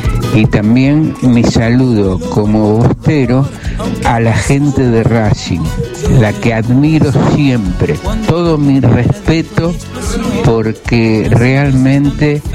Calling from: Buenos Aires, Argentina; soy del barrio de Almagro

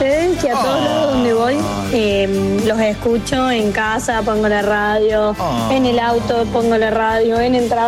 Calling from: La Calera, Valparaíso, Chile; desde Calera.

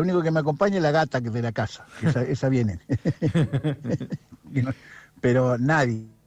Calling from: Argentina; Nosotros somos Argentina.

